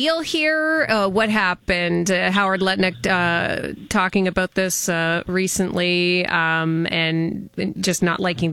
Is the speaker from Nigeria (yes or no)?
no; Windsor, Ontario, Canada; Windsor, I'm from Essex County, so this Gordie Howe Bridge has been long in my attention span.